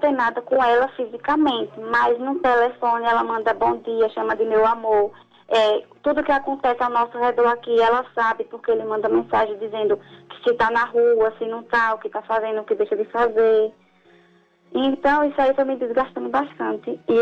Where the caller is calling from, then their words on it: Sergipe, Brazil; Eu falo de Sergipe.